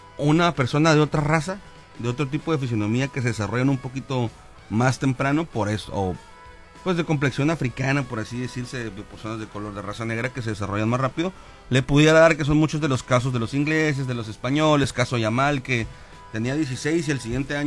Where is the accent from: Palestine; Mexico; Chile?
Mexico; nosotros como mexicanos y malinchistas